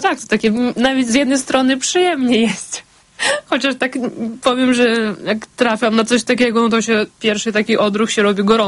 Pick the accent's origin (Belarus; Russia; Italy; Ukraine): Ukraine; Polish is a second language; moved away as an adult; also born or lived in United States; now in Poland; bo jestem Ukrainką.